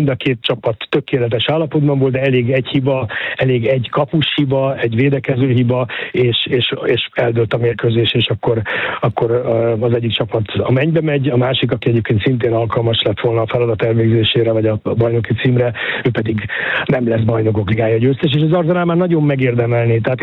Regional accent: Budapest, Hungary; born there

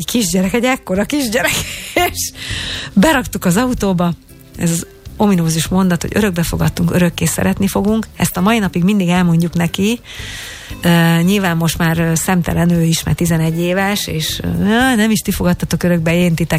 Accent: Subotica, Vojvodina, Serbia; born there; az én nagymamám, anyukám, anyukája nevelőszülő volt. És nem hivatásos nevelőszülő, Szabadkán, és nagyon sok gyerekkel nőttünk föl.

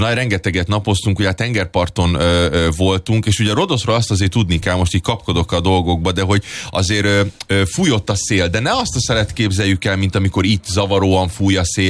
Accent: Budapest, Hungary; magyarként, meg úgy kis egyszerű kis budapesti ki cigányként

